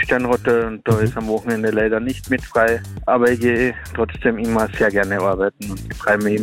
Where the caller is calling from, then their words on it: Carinthia, Austria; Hi. Ich bin aus Kärnten, aus dem Gurkdal.